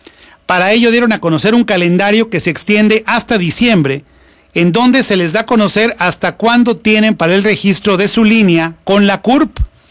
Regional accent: Mexico; salimos como los mexicanos.

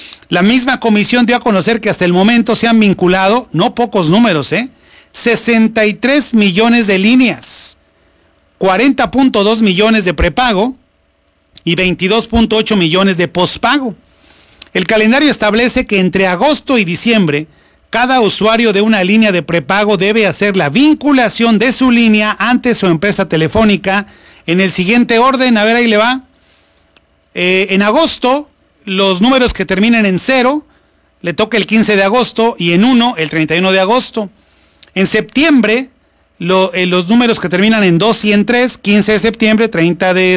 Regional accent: Mexico; salimos como los mexicanos.

